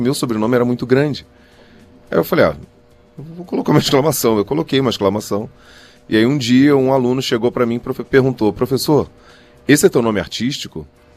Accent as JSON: {"language": "Portuguese", "region": "Rio de Janeiro", "country": "Brazil", "tie": "born or raised there", "said": "eu sou nascido e criado no Engenho de Dentro, né? Ali do lado"}